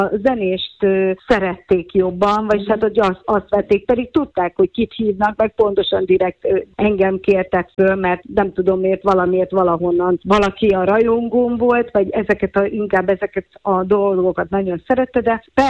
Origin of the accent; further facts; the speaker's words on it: Békés, Hungary; moved away; Békésen nőttem föl